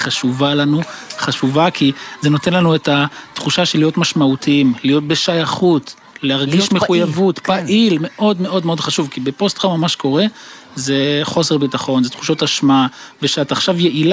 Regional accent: Lahav, Southern District, Israel; אז אני מקיבוץ להב, נולדתי וגדלתי כאן

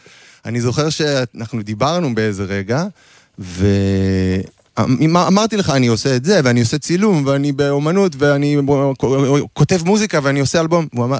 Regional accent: Jerusalem, Jerusalem District, Israel; וגם כי אנחנו ירושלמים.

